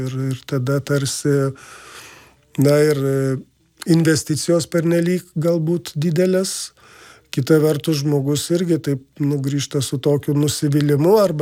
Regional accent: Vilnius, Vilnius County, Lithuania; aš pats esu Vilnietis, grynas Vilnietis, prie Halės turgaus užaugęs.

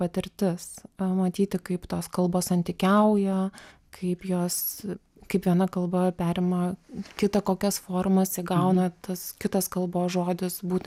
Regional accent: Kaunas, Kaunas County, Lithuania; Labai pasikeitė, nes aš užaugau Kaune ir tiesiog kiek aš mokiausi ir studijavau Kaune

